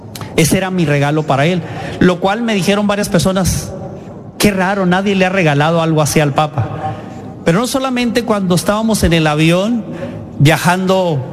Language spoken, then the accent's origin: Spanish; Tijuana, Baja California, Mexico; Y yo, teniendo 7 años, a los días me fui por las calles de Tijuana boleando zapatos y llegaba a las tiendas con mis monedas para comprarme la camisa blanca y el pantalón negro